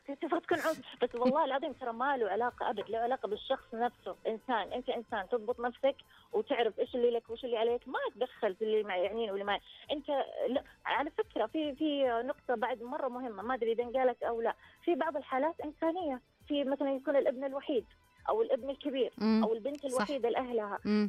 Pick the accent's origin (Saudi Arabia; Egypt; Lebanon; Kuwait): Saudi Arabia; احنا كسعوديين